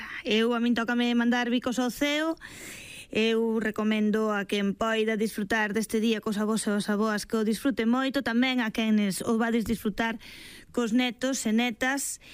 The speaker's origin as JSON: {"language": "Galician", "town": "Cedeira", "region": "Galicia", "country": "Spain", "tie": "born or raised there", "said": "eu digo Cedeira porque sabedes que sempre me vou moito ao meu pobo."}